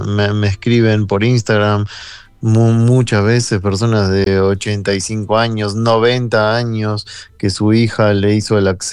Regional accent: Argentina; born there; moved away; nací ahí, hace muchos años no vivo en Argentina, pero me encanta ir, voy una o dos veces por año

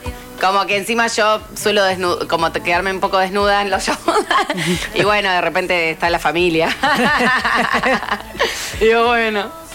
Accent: Rosario, Santa Fe, Argentina; now in Buenos Aires, Argentina; Los domingos extraño, seguro, Rosario.

